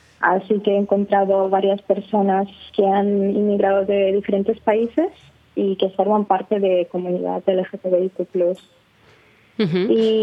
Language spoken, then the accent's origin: Spanish; Russia; Spanish is a second language; now in Spain; soy fotógrafa documental y soy una lesbiana de Rusia.